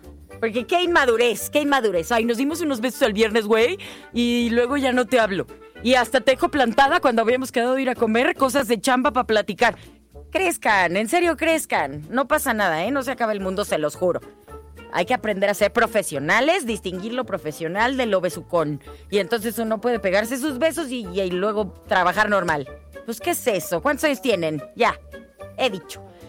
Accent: Guadalajara, Jalisco, Mexico; moved away; está allá por mi tierra, allá con ustedes en Guadalajara.

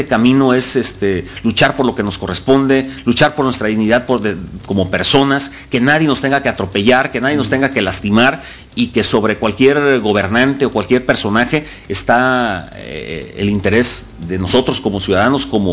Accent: Colima, Mexico; la capital de nuestro estado

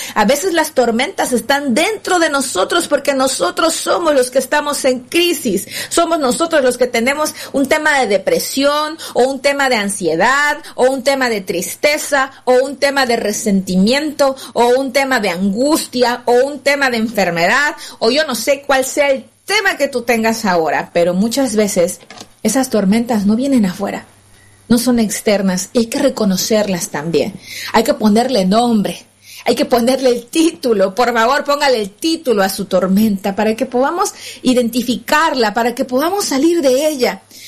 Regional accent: Minatitlán, Veracruz, Mexico; moved away; yo soy originaria de Veracruz, y en Veracruz, ¿verdad? Para quienes han estado por allí, bueno, no es exactamente el puerto, sino Minatitlán, Veracruz. Estamos más o menos cerca de Chiapas, allí nací.

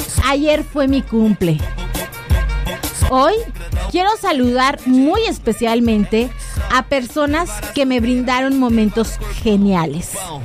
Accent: Mexico; sí soy mexicana también

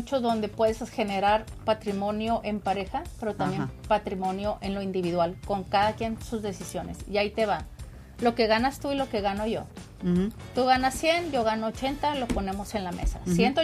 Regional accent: Mexico

